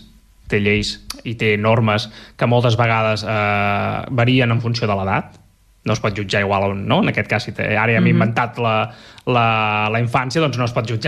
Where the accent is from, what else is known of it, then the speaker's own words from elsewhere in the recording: Munich, Bavaria, Germany; Bueno, jo sóc aquí de Múnich de tota la vida